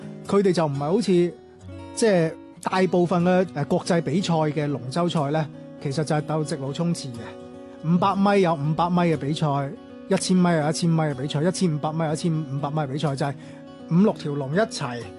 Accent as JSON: {"language": "Cantonese", "town": "Guangzhou", "region": "Guangdong", "country": "China", "tie": "born or raised there", "said": "儘管後期其實我係喺廣州長大嘅，我即係我父母嗰代已經出咗嚟廣州啦，咁喺呢一邊呢就成長嘅。"}